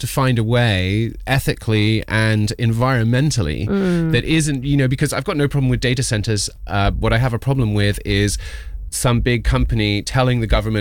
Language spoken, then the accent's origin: English; East of England, United Kingdom; I'm from Norfolk, where I grew up in Norfolk.